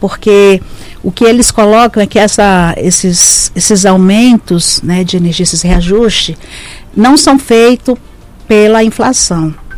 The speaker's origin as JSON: {"language": "Portuguese", "region": "Roraima", "country": "Brazil", "said": "somos nós aqui de Roraima."}